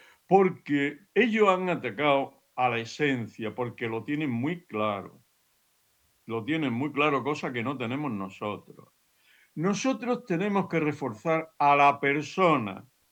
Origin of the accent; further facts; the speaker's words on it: Spain; España somos los españoles.